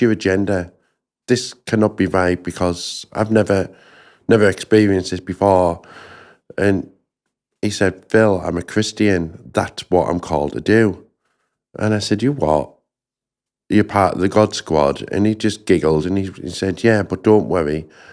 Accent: Hartlepool, North East England, United Kingdom; I was born and raised in Hartlepool. I was one of four siblings.

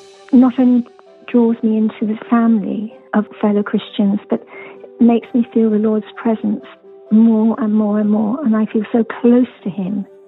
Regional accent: Enfield, London, United Kingdom; I'm from Enfield, Middlesex.

